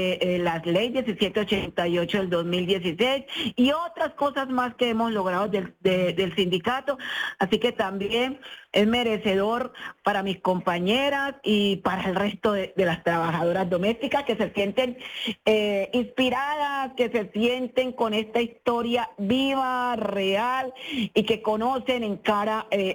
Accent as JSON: {"language": "Spanish", "town": "Apartadó", "region": "Antioquia", "country": "Colombia", "tie": "born there", "said": "mi pueblo, mi región de Urabá me vio nacer, apartado de Antioquia."}